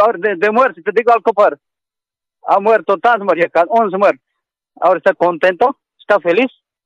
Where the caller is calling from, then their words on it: Bolivia; Yo soy de aquí. Soy boliviano. No soy extranjero.